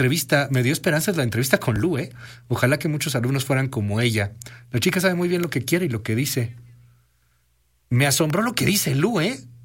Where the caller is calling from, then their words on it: Ensenada, Baja California, Mexico; Muy gratificante escucharte mientras nos vamos a la chamba. Estamos en Ensenada.